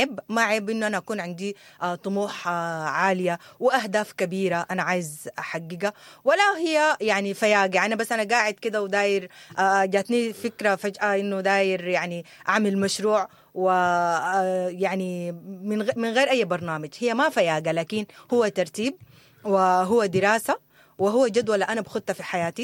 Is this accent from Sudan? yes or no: yes; Sudan; حتى مع الظروف اللي مرت على بلدنا السودان